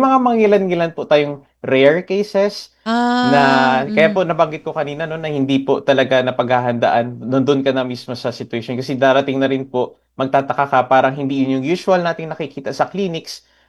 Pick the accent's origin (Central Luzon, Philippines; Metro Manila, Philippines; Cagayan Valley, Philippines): Central Luzon, Philippines; Ako po ay from Zambales din po. Tubang Zambales.